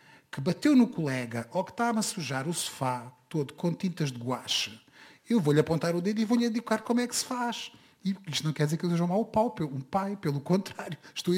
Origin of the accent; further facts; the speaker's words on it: Portugal; eu gosto muito do meu país, não tenho nada contra o meu país